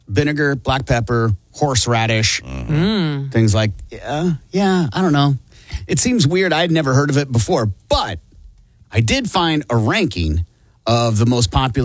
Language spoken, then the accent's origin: English; Iowa, United States; And growing up in Iowa, they put ketchup on everything.